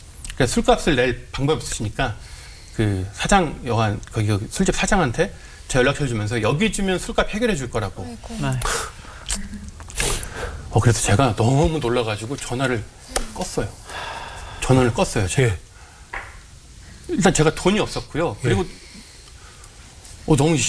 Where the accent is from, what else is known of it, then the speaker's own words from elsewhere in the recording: Chuncheon, Gangwon, South Korea; 제가 고향이 강원도 춘천인데